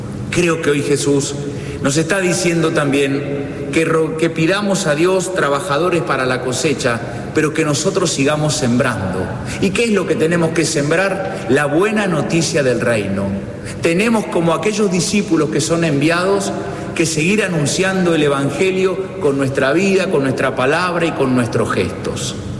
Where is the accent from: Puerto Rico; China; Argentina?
Argentina; que como argentinos podamos reconstruir los vínculos